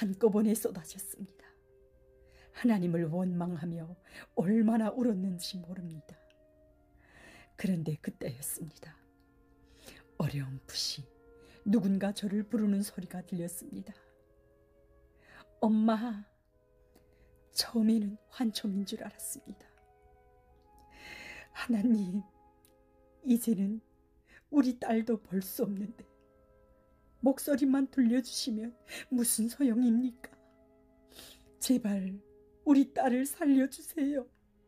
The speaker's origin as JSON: {"language": "Korean", "town": "Gyeongwon", "region": "North Hamgyong", "country": "North Korea", "tie": "born there", "moved": "yes", "said": "저는 북한 함경북도 경원군에서 태어나 어린 나이에 어머니와 두 언니를 잃고 가족의 생계를 책임져야 했습니다. 가족을 살리기 위해 중국으로 갔지만"}